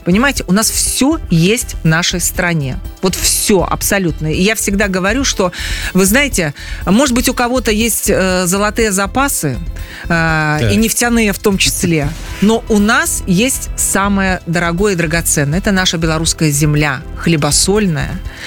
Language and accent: Russian; Belarus; мы белорусы, мирная нация, и наш уголок, родной дом, да, он действительно спокойный и уютный.